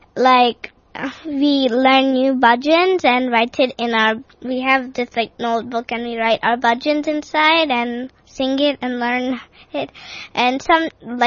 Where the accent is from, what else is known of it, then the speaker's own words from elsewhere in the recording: Singapore; And I am from Singapore. I'm born from Singapore and brought up in Singapore. But my mom and dad are from India.